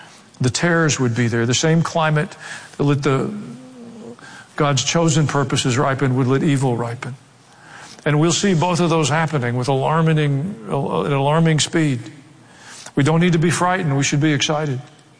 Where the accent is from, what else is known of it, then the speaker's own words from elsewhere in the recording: the South, United States; accent: southern; People can sit anywhere on the planet that they have access to a cell phone and hear me preach in my southern accent in their language.